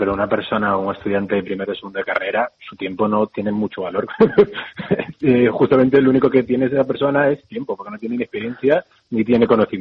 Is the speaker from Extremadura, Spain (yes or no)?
no; Celanova, Galicia, Spain; also born or lived in Santiago de Compostela; trabajé en mi pueblo, en Celanova